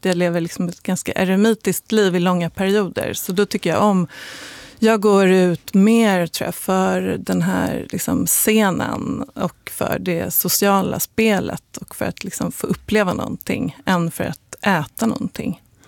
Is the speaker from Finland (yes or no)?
no; Sweden; Alltså jag talade inte om att jag var svensk